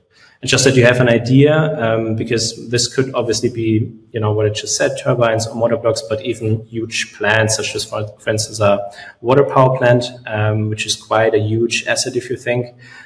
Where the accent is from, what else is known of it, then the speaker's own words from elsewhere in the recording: Munich, Bavaria, Germany; we're from Munich, or at least I am actually